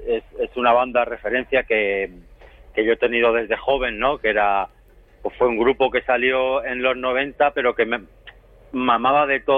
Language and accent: Spanish; Barcelona, Catalonia, Spain; Donde yo crecí, que era un pueblo del Delta Llobregat, también en su manera, ¿no? Y su tradición y sus costumbres, pero también era como muy pura, muy de payeses